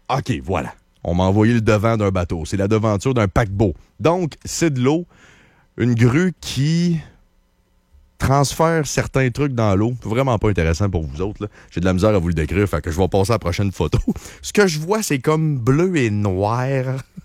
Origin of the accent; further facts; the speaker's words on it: Quebec, Canada; Je suis un Québécois, je fais partie du peuple.